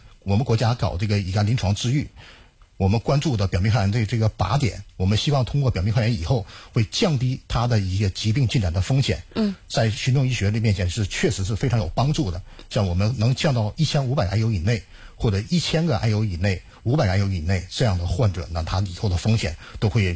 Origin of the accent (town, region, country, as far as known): China